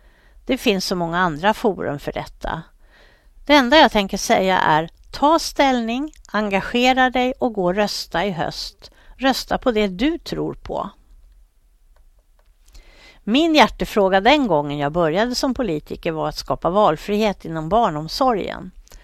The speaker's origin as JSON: {"language": "Swedish", "town": "Stockholm", "region": "Stockholm County", "country": "Sweden", "tie": "born or raised there", "said": "jag växte upp i Vällingby"}